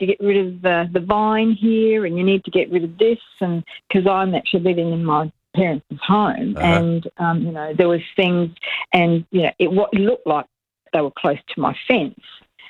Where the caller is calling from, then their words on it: Adelaide, South Australia, Australia; I'm in from Adelaide, and I didn't realise. I thought I was speaking to 5AA in Adelaide.